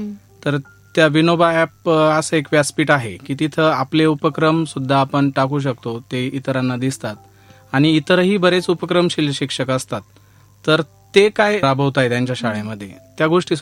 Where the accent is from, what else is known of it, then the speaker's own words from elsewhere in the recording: Kopargaon, Maharashtra, India; कोपरगाव या ठिकाणी।